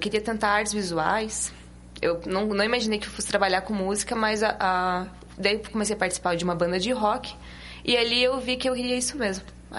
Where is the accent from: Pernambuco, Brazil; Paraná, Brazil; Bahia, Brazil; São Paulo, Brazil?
Paraná, Brazil; Curitiba; born there; Eu sou nascida em Curitiba mesmo.